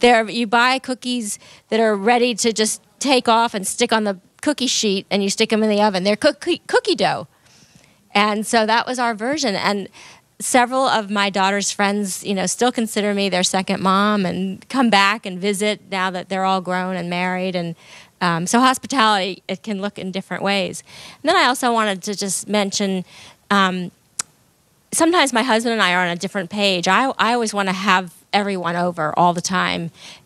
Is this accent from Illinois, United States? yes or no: no; New York City, New York, United States; but I grew up in New York City, and we had a tiny kitchen